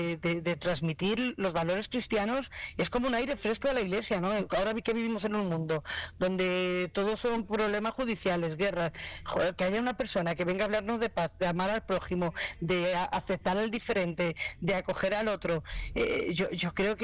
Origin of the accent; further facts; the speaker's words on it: Cuenca, Castilla-La Mancha, Spain; moved away as an adult; now in Segovia, Spain; yo no soy de Segovia, llevo 14 años en Segovia, sí. Yo soy Cuenca, pero como segoviana